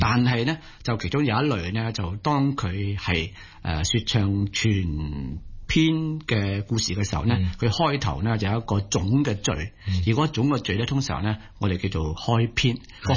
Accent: Guangdong, China; 你问我哋广东人咧都系会累咗落去嘅。事实上我自己虽然系听唔掂上海话或者苏州话

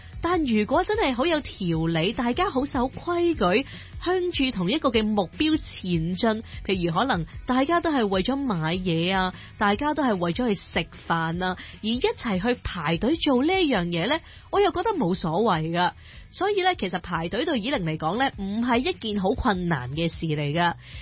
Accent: Hong Kong; 作为土生土长的香港人

